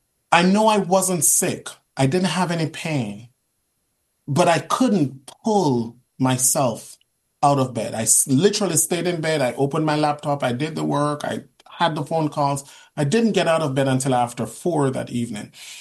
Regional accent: Jamaica; born or raised there

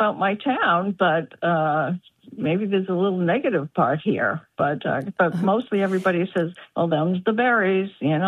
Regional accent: Arlington, Massachusetts, United States; moved away as an adult; also born or lived in New York City; So I grew up in Boston, or a town outside of Boston, Arlington, and in the early 80s, I moved to New York City. And then fast forward, 38 years later, I moved back here because of COVID.

